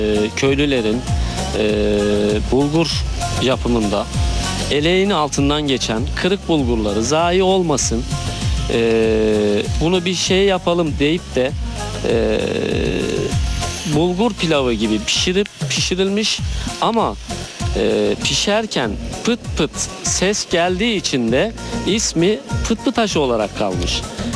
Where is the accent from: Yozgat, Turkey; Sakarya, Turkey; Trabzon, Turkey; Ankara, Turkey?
Ankara, Turkey; Ayaş; Ayaşlıyım, burayı, buralıyım. Öncelikle ilçemize hoş geldiniz. 41 yaşındayım.